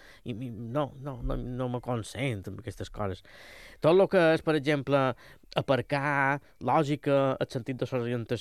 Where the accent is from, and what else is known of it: Banyalbufar, Balearic Islands, Spain